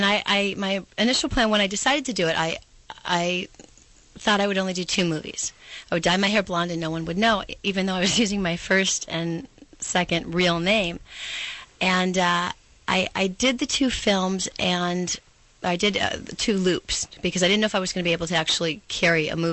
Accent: Illinois, United States; You know, I was really fresh from Illinois.

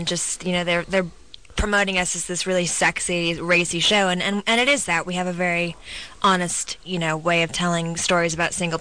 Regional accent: California, United States; I am from here, born and raised.

